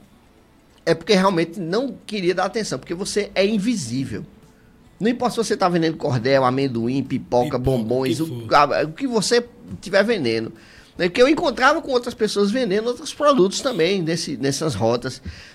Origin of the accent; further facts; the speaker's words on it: Northeast Brazil, Brazil; quanto mais eu sou nordestino, mais eu me orgulho de ser.